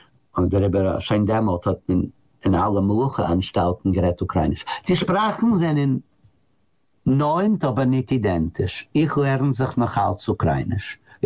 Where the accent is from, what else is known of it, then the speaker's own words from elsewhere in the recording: United States; German is a second language; ich bin doch ein Amerikaner, ich bin nicht kein Russ.